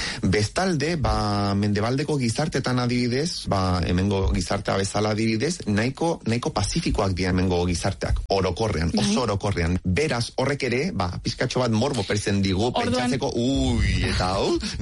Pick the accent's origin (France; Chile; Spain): Chile; Ni txiletarra naiz, bai, eta nire kuadriako lagunekin, karo, txikitatik, hori, humor iluna ba, maite dut.